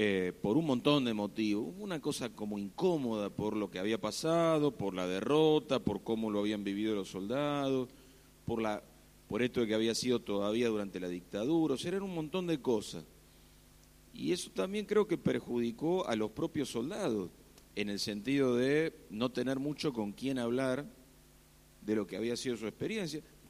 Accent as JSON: {"language": "Spanish", "town": "Castelar", "region": "Buenos Aires Province", "country": "Argentina", "said": "Yo soy de Castelar, que está a unos 30 kilómetros de Buenos Aires, sobre Ruta 7, de hecho."}